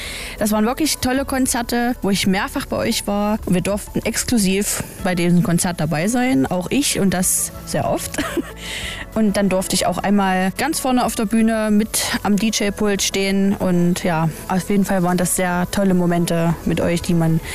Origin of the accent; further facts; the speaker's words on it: Teuchern, Saxony-Anhalt, Germany; ich komme aus Teuchern